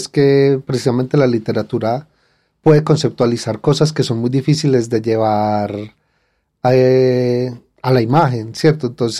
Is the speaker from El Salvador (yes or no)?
no; Colombia; los colombianos no vemos mucho cine colombiano